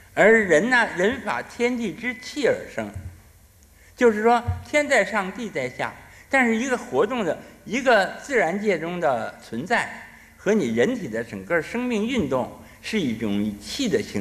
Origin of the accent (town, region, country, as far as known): China